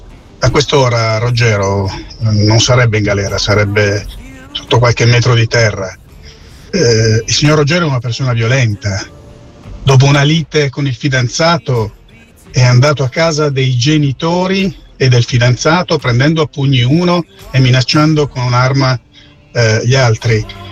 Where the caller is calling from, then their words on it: Turin, Piedmont, Italy; da Torino